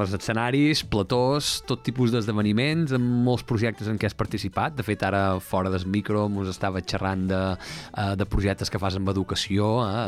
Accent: Balearic Islands, Spain; parlam de la música d'arrel i d'aquella que mos identifica com a menorquins, que forma part del repertori popular

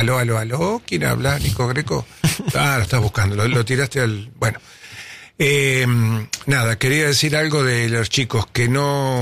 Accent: Buenos Aires, Argentina; born there; yo fui a 2 escuelas del Estado, una que estaba en Mataderos, en la calle Cosquín, entre Alberdi y Bragado.

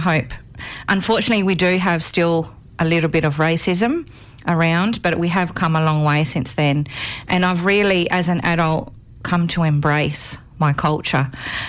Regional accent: Australia; born there; I'm from an Italian background. I was born here in Australia, but both my parents are Italian background. So I grew up very strong in tradition and language at home.

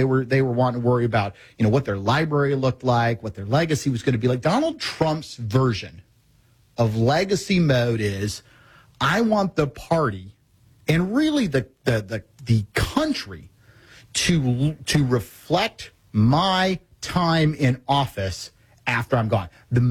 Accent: Missouri, United States; from Missouri, former Speaker of the House there.

